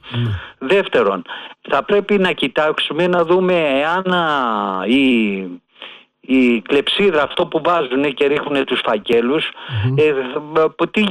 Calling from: Agia Paraskevi, Attica, Greece; από την Αγία Παρασκευή.

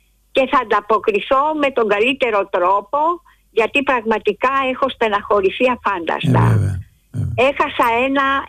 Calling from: Nea Filadelfeia, Attica, Greece; από τη Νέα Φιλαδέλφεια.

